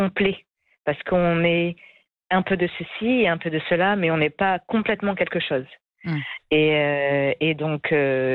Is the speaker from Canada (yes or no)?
no; France; born there; je suis née en France, de père marocain et de mère réunionnaise de l'île de la Réunion, dans l'océan Indien.